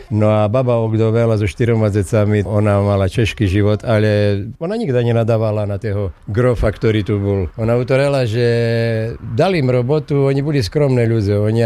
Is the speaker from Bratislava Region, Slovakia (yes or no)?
no; Prešov Region, Slovakia; U nás v Šarišu